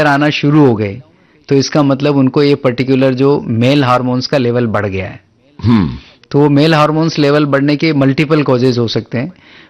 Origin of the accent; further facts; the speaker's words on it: Rajasthan, India; मैं राजस्थान का रहने वाला हूं और उदयपुर मेडिकल कॉलेज से मेरी अपनी पढ़ाई करी।